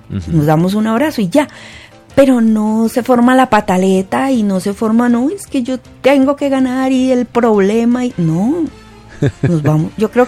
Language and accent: Spanish; Colombia; manejó otras cosas que a veces como colombianos no manejamos.